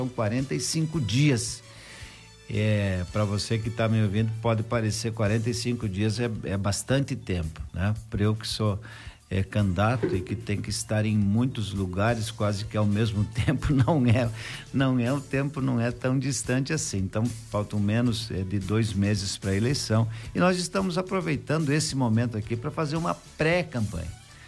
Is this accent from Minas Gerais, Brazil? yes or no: no; São Lourenço do Oeste, Santa Catarina, Brazil; São Lourenço do Oeste, que é a minha terra